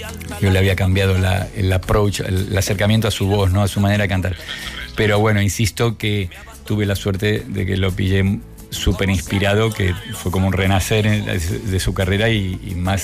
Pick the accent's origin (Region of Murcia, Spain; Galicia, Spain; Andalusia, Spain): Region of Murcia, Spain; y yo decía, pero si soy de Murcia. ¿Dónde está?